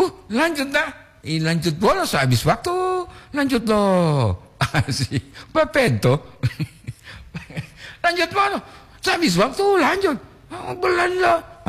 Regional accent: Gorontalo, Indonesia; now in Manado, Indonesia; Pak Kuni, saya orang Gorontalo tapi tinggal di Manado.

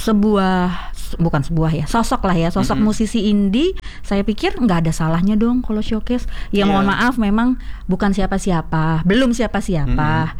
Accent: Aceh, Indonesia; born there; moved away; also born or lived in North Sumatra; saya sendiri adalah terlahir dari kota Sumatera Utara dan kampung halaman saya di Aceh

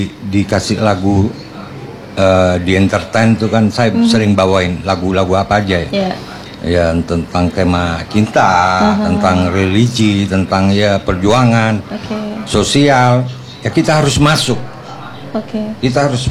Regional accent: Sumenep, East Java, Indonesia; moved away as an adult; now in Malang, Indonesia; Sumenep itu kampung saya, kota kelahiran saya.

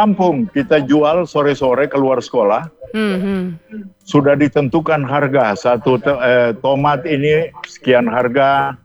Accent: North Sulawesi, Indonesia; now in Bitung, Indonesia; Kita memang orang Paku Ure.

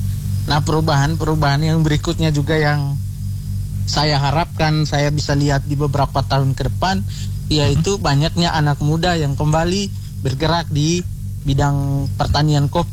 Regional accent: Flores, East Nusa Tenggara, Indonesia

